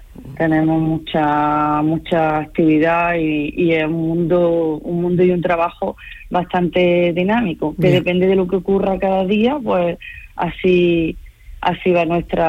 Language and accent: Spanish; Linares, Andalusia, Spain; now in Almería, Spain; yo soy de interior, soy de Jaén, de Linares, y hasta que no me vine a vivir aquí a Almería no conocía este mundo.